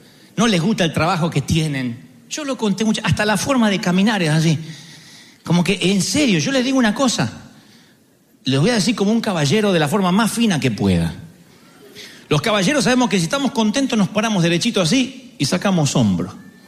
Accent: Argentina; Porque somos argentinos.

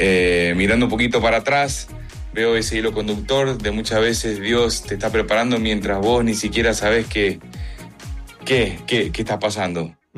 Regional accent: Mendoza, Argentina; now in Miami, United States; Bueno, soy argentino de la ciudad de Mendoza, vivo aquí en Miami ya hace 25 años.

